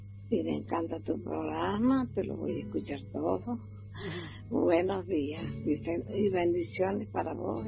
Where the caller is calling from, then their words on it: Rama Caída, Mendoza, Argentina; Vivo en Rama Caída. Pues